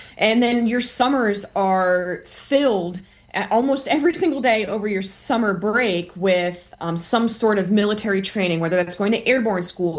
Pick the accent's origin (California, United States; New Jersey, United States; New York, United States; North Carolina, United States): New Jersey, United States; I grew up in New Jersey